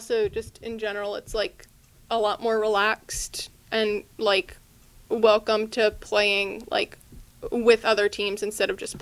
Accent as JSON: {"language": "English", "town": "New York City", "region": "New York", "country": "United States", "said": "I'm from New York City"}